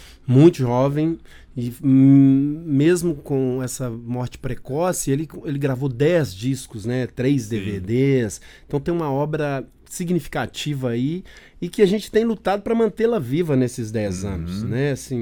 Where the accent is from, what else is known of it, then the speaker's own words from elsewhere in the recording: Belo Horizonte, Minas Gerais, Brazil; born there; Sim, sou nascido em Belo Horizonte, minha família toda, né?